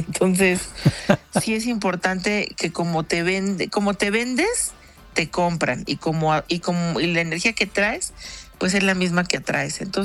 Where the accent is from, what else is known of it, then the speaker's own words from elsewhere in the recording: Mexico; pues yo la verdad es que soy de México